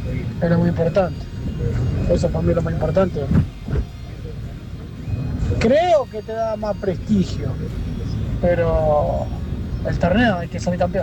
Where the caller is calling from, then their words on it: General Villegas, Buenos Aires Province, Argentina; Bueno, le hablo acá de Villegas.